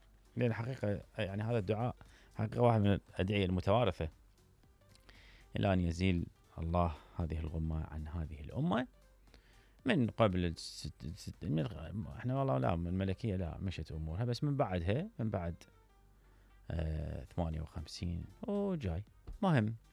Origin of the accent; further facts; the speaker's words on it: Iraq; بس إحنا كمواطنين عراقيين فقرة ما نعرف من هذولي